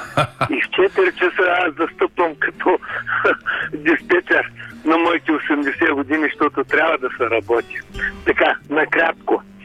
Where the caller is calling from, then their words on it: Haskovo, Haskovo Province, Bulgaria; Аз съм от Хаско